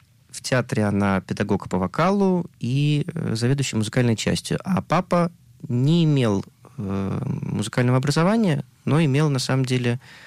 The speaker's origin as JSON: {"language": "Russian", "town": "Nizhny Tagil", "region": "Sverdlovsk Oblast", "country": "Russia", "tie": "born or raised there", "also_born_or_lived": "Yekaterinburg", "moved": "as an adult", "lives_now": "Haifa, Israel", "said": "я из России, с Урала, из маленького города Нижнего Тагила, где я родился, начинал учиться там в первой музыкальной школе имени Римского-Корсакова"}